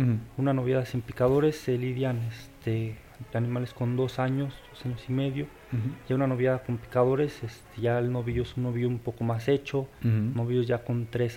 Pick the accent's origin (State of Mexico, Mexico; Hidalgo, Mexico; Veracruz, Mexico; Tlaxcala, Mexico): Tlaxcala, Mexico; Apizaco; Soy de aquí de Apizaco, aquí en Apizaco, Tlaxcala.